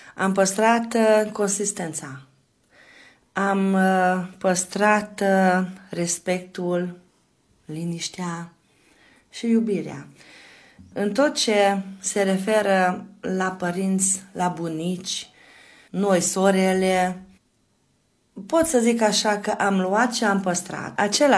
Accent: Micherechi, Hajdú-Bihar, Hungary; Copilăria mea mi-am petrecut-o în satul meu natal, la Michereg, și acolo trăiesc și în zilele de azi. Am copilărit ca toți copiii care stau și care au locuit într-un sat mic, drăguț, ne cunoșteam unul pe altul

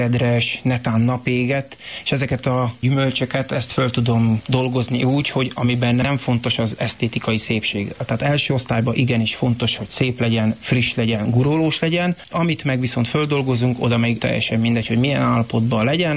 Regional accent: Varsány, Nógrád, Hungary; én úgy nőttem föl, hogy 10-12 éves koromban hajnal 4-kor ébresztettek, hogy menni kell málnát szedni, és nem volt, aki vigyázzon ránk, és nekünk is kellett menni a málnába. Hát akkor még itt Varsány területén hatalmas málnások voltak

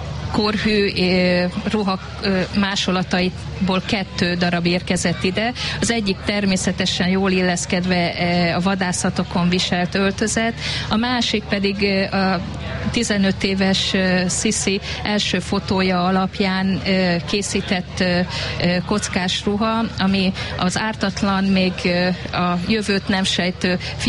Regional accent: Nyírád, Veszprém County, Hungary; born there

